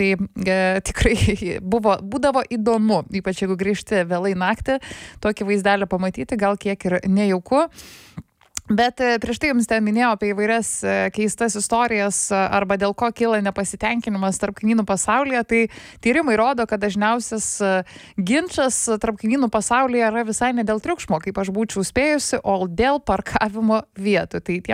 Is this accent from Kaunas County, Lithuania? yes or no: no; Vilnius, Vilnius County, Lithuania; Aš pati irgi esu daugelį vietų pakeitus, nors šiaip esu Vilnietė, bet tiesiog visur skirtingose vietose norėjau pagyventi